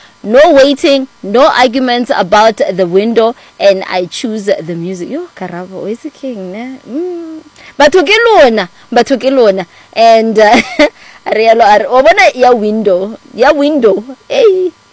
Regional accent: South Africa; being a South African

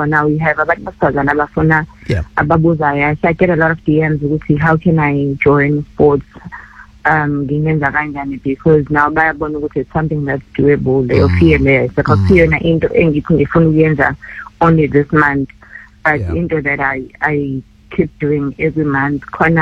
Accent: Msinga, KwaZulu-Natal, South Africa; I'm from Msinga.

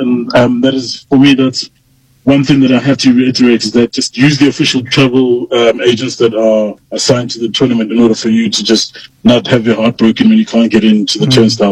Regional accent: South Africa; Less stress for us as South African fans.

